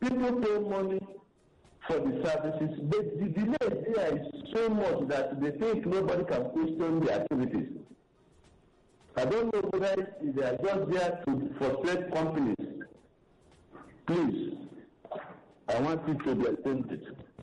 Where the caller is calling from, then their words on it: Lagos, Nigeria; I'm calling from Lagos.